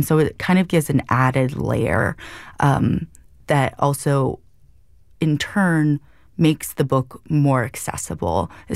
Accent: Hawaii, United States; what's so powerful about being Native Hawaiian is the community aspect of it and feeling seen and known by other Native Hawaiians around me.

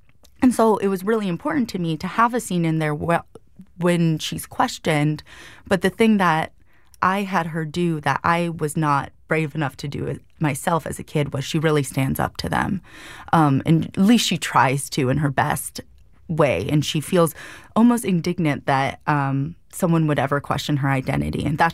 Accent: Hawaii, United States; what's so powerful about being Native Hawaiian is the community aspect of it and feeling seen and known by other Native Hawaiians around me.

